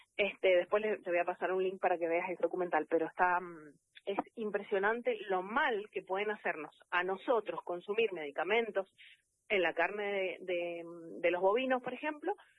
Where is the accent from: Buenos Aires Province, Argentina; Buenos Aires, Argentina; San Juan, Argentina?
San Juan, Argentina; Yo soy de San Juan capital, pero mi mamá es hachallera